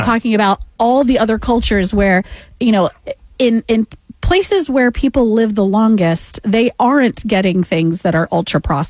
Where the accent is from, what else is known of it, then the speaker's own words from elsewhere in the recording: United States; we have in the United States, because we are a giant country.